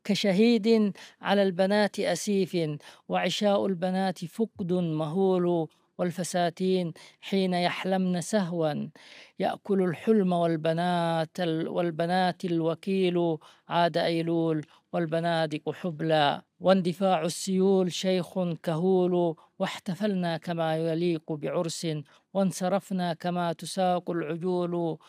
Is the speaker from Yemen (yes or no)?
yes; Yemen; أنا كيمني الانتماء